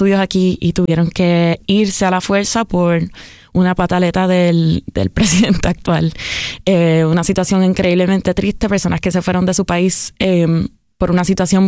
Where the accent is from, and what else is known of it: Puerto Rico